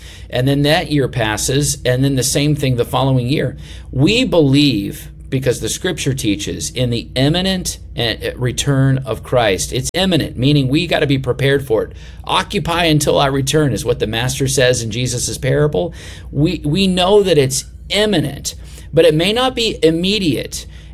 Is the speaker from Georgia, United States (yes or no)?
no; Dallas, Texas, United States; I grew up in the Dallas area.